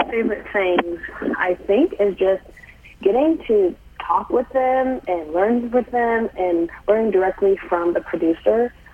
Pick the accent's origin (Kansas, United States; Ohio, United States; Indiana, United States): Kansas, United States; Lawrence; Yeah, so I'm originally from Lawrence, Kansas, with no background in agriculture.